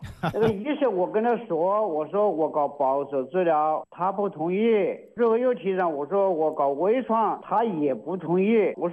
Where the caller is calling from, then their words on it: Honghu, Hubei, China; 我是洪湖的。